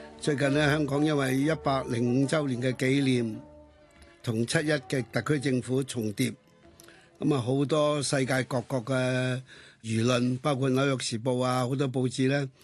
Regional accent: Chaozhou, Guangdong, China; 所以最近有一套电影讲到这个阿妈啊，我们潮州人叫做阿妈啦

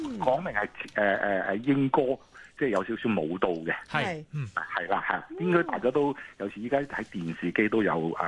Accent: Chaozhou, Guangdong, China; 例如啦，我哋有猜燈謎啦，我哋潮州，譬如我哋我會同你講某個字，其實潮州呢個字係咩意思啊？

